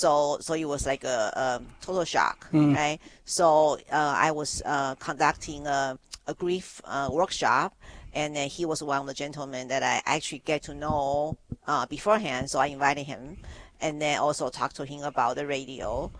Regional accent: Taiwan; born or raised there

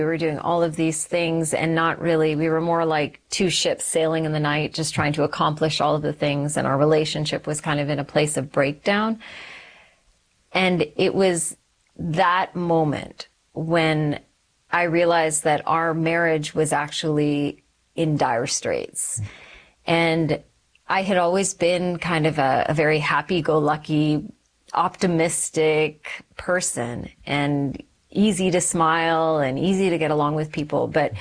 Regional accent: Texas, United States; also born or lived in Calgary, Canada / Sri Lanka; So I was born in Canada. Okay. I was born in Calgary, and then my family shifted to the States. So I grew up in Texas for a while

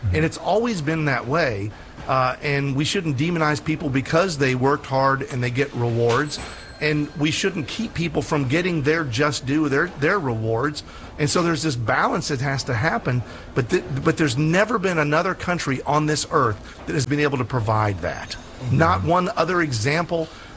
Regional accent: United States; born there; I'm an American. I was born in America. I love this country.

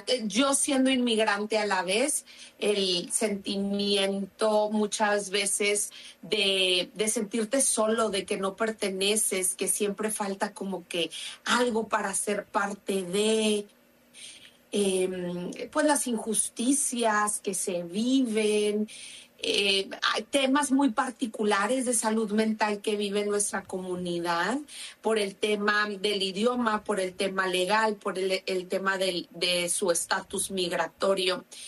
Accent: Monterrey, Nuevo León, Mexico; moved away as an adult; also born or lived in Spain; now in United States; Yo pensaba que mi vida iba a ser en Monterrey, de donde soy, que iba a poder ahí desarrollarme en el área de psicología

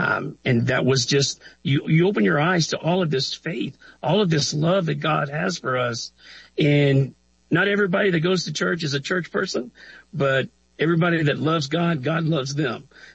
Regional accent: the South, United States; born there; I grew up on wrestling in the South.

